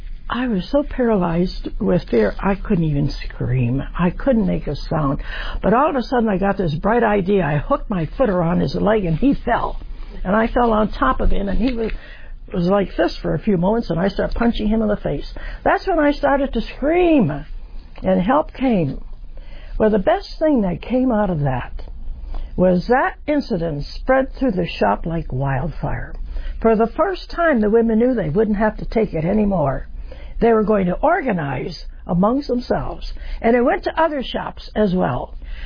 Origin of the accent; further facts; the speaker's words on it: West Virginia, United States; born there; And I said, well, I was born in West Virginia